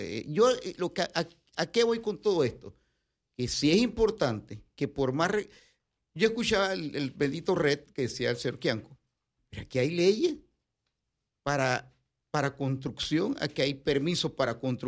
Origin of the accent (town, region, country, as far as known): Panama